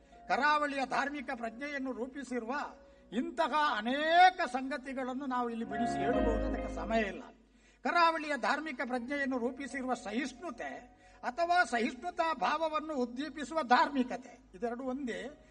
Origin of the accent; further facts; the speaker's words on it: Karnataka, India; ನನ್ನೂರಿನ ಸಮೀಪದ ಕೊಯನಾಡಿನ ಶ್ರೀ ಗಣಪತಿ ಗುಡಿಯ ವಠಾರದಲ್ಲಿ ನಡೆಯುತ್ತಿದ್ದ ಶಿವರಾತ್ರಿ ಉತ್ಸವದಲ್ಲಿ